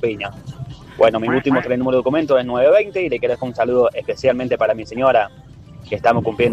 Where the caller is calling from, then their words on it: Mendoza, Argentina; de Los Corralitos.